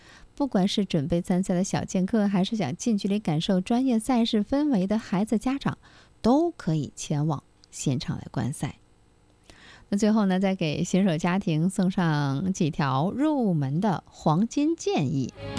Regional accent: Dalian, Liaoning, China; 咱们大连人

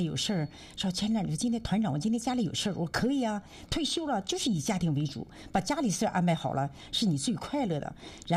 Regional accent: Dalian, Liaoning, China; 我是大连人，

